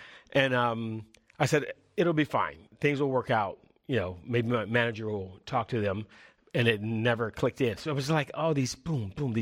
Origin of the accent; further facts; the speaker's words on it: Oakland, California, United States; I grew up in Oakland.